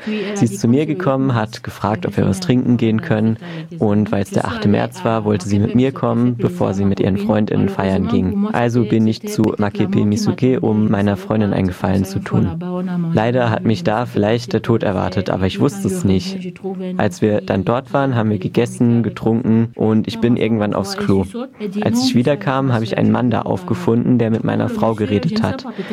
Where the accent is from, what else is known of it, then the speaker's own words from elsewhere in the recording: Cameroon; German is a second language; moved away as an adult; now in Germany; Ich komme aus Kamerun.